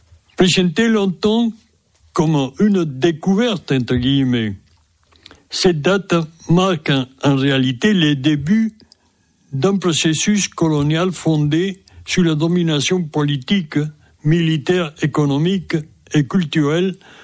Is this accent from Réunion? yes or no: no; Peru; born or raised there; moved away as an adult; now in France